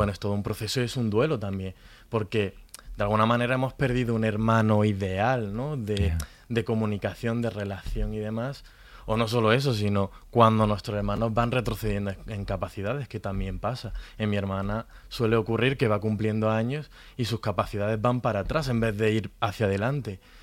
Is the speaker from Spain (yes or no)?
yes; Granada, Andalusia, Spain; yo soy de Granada, ¿no? O sea, que estamos al lado, ¿no? Al medio.